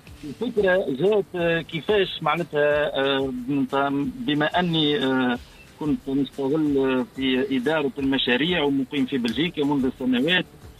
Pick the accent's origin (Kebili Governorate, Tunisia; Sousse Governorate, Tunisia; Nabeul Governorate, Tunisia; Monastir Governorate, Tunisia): Monastir Governorate, Tunisia; Monastir; ونوعا ما لرد الجميل لمدينتي ولتونس اللي قريت فيها ونحبها وعزيزة علينا، وإن شاء الله نسمع عبدنا مستقبل بحري يليق بالمنستير